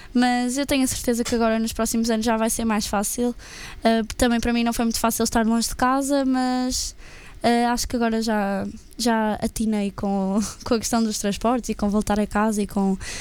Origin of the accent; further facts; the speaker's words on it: Espinho, Norte, Portugal; moved away as an adult; now in Coimbra, Portugal; eu também venho de Espinho, onde não há tanta... não há tanta opção por onde escolher.